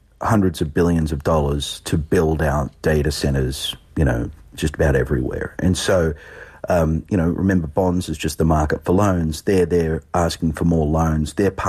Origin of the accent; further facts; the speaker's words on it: Australia; a more functional democracy like my home country of Australia